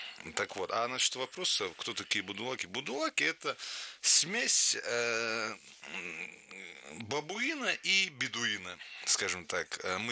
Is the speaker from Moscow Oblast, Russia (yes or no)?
no; Dagestan, Russia; я говорю сейчас именно о Дагестане, потому что я дагестанец